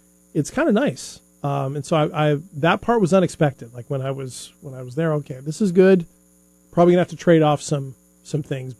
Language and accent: English; Huntington Beach, California, United States; When I was growing up in Huntington Beach, California, out on the big, long city and state beach there